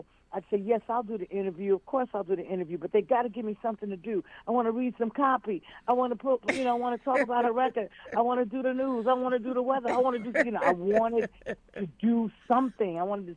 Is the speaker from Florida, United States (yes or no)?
no; New York City, New York, United States; Wayne Garfield, someone I grew up with out in Queens with my cousins